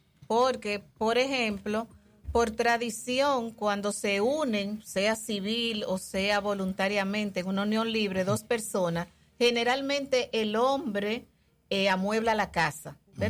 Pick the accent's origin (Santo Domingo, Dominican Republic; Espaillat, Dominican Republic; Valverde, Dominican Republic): Valverde, Dominican Republic; Mao; now in Santiago Rodríguez, Dominican Republic; esta es mi tierra y estoy muy orgullosa de Mao.